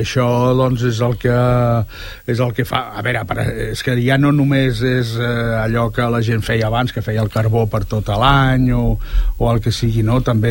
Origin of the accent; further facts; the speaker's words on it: Fondeguilla, Valencian Community, Spain; El poble on jo em vaig criar, en Bart, és un poble que es diu Fondeguilla, que està a uns 4 quilòmetres de la Vall d'Uixó